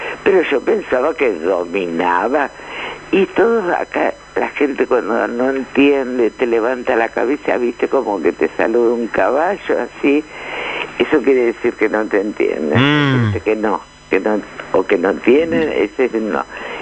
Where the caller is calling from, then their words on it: Greece; de Grecia.